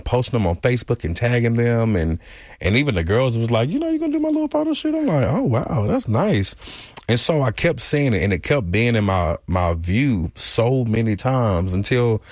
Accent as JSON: {"language": "English", "town": "Dallas", "region": "Texas", "country": "United States", "said": "I am from Dallas, Texas. I'm from Oak Cliff."}